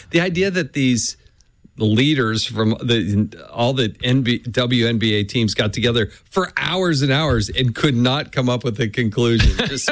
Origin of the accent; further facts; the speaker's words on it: Cameroon; I say, hey, do I get a discount? I'm from Cameroon.